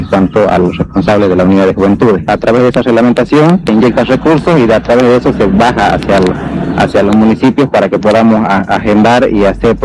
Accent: Villamontes, Tarija, Bolivia; yo soy de Villamonte y del pueblo guaraní.

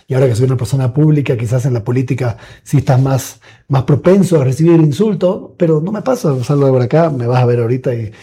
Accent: Bolivia; Somos todos hermanos bolivianos. Tenemos diferentes, a veces diferentes formas de pensar, que está bien. Diferentes culturas, que está bien.

